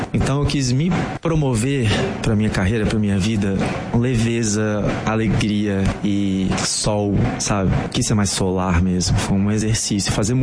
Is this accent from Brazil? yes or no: yes; Brazil; Mas eu não posso me dar o luxo também, que eu sou brasileiro, eu sou aquele artista.